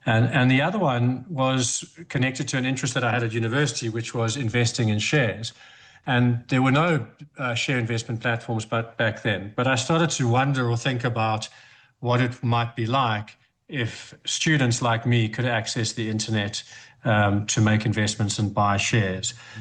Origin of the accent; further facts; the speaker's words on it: Cape Town, Western Cape, South Africa; So I was born and bred in Cape Town. I went to high school at St. Stithians and then went to UCT for university.